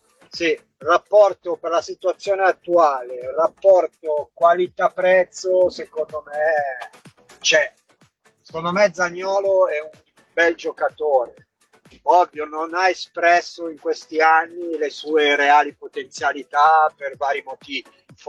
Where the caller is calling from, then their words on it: Bollate, Lombardy, Italy; da Bollate